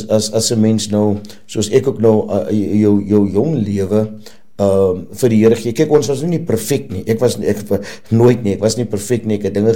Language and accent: Afrikaans; Cape Town, Western Cape, South Africa; ek het in Steenberg groot geword, ek het langs in een van die grootste gangs leaders geblei.